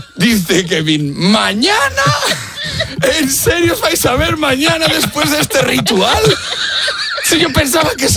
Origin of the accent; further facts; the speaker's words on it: Valladolid, Castile and León, Spain; porque yo soy de Valladolid es que se nos da el mal la primera a todos los de esa ciudad